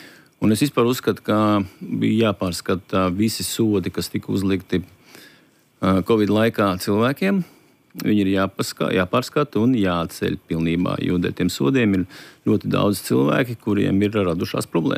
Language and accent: Latvian; Jūrmala, Latvia; esmu uzņēmējs no Jūrmalas